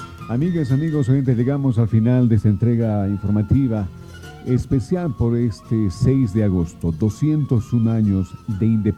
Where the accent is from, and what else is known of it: Bolivia